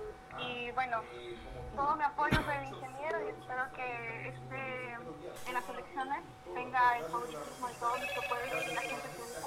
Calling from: Túcume, Lambayeque, Peru; Soy joven tucumana.

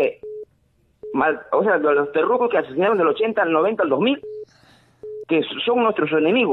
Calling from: Lima, Peru

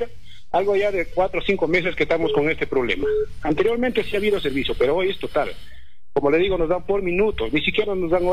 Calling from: Cajamarca, Peru; Estoy llamando de acá del centro poblado de Chanta Alta.

